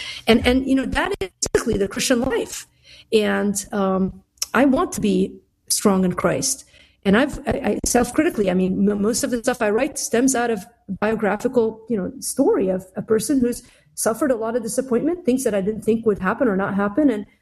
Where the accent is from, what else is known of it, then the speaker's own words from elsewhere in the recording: Lebanon; now in United States; I'm Lebanese. I grew up in Lebanon.